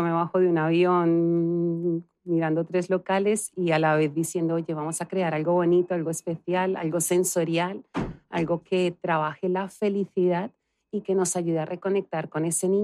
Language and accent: Spanish; Bogotá, Colombia; now in Bilbao, Spain; Yo soy de Colombia. Ya sabes que los de Bilbao nacemos donde queremos.